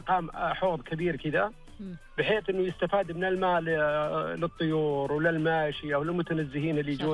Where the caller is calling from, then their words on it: Al-Qassim, Saudi Arabia; أنا أكلمك من منطقة القصيم، اللي هو غرب منطقة القصيم.